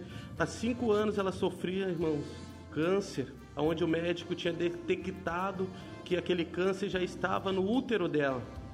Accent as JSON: {"language": "Portuguese", "town": "Viamão", "region": "Rio Grande do Sul", "country": "Brazil", "said": "irmãos, eu vim da cidade de Viamão."}